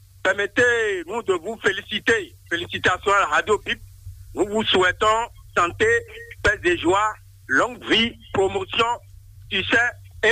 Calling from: Porto-Novo, Ouémé, Benin; je vous appelle depuis Rwanda 2 à Porto Novo.

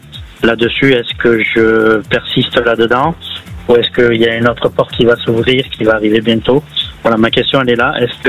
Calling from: Pamiers, Occitanie, France; je vous appelle de Pamiers.

